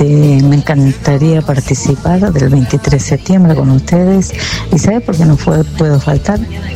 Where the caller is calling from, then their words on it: Avellaneda, Buenos Aires Province, Argentina; DNI 637, soy de Avellaneda.